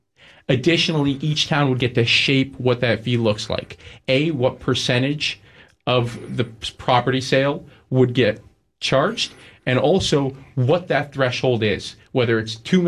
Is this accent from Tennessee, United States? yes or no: no; Massachusetts, United States; born there; when I was born on Cape Cod in the year 2000, the median home was going for about $195,000.